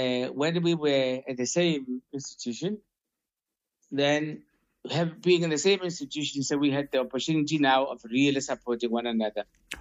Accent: South Africa; moved away as an adult; knowing that this is the guy that we come from South Africa together

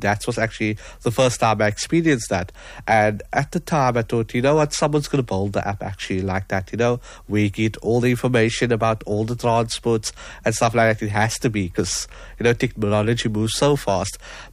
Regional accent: Cape Town, Western Cape, South Africa; I went to Beacon Hill High School, Beacon Hill, I was from Beacon Valley

